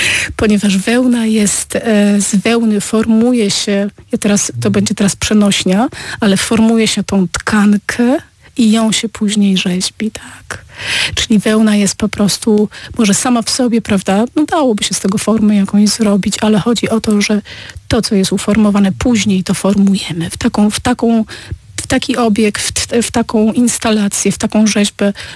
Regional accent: Opole, Opole Voivodeship, Poland; moved away as an adult; now in Berlin, Germany; ja jestem Opolanką, urodziłam się tutaj w Opolu, chodziłam tutaj do liceum plastycznego, studiowałam tutaj wychowanie plastyczne, czyli Opole jest moim miastem, do którego wracam

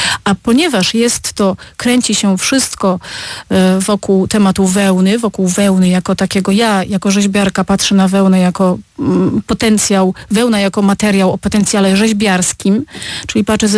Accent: Opole Voivodeship, Poland; Ostatni cykl to był taki cykl związany z opolskim, z cementem, bo o tyle, tak jak wiesz, wychowałam się koło cementowni Odry.

